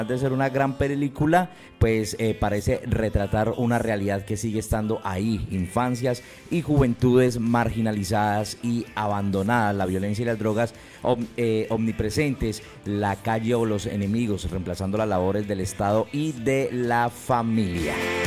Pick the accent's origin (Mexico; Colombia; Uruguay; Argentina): Colombia